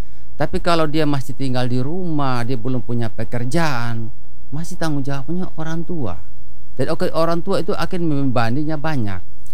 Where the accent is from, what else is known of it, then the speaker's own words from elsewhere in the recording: Sumba, East Nusa Tenggara, Indonesia; kami di Sumba khususnya kami orang Sumba